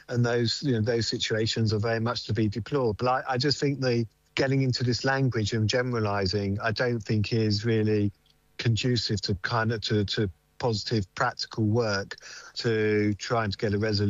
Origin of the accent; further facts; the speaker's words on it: United Kingdom; we sit as proud British Jews, but with very strong connections to Israel